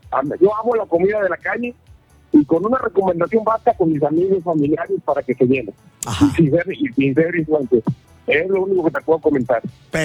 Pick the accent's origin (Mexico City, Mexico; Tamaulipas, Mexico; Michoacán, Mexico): Tamaulipas, Mexico; Reynosa; No nací aquí en Reynosa, tengo 52 años.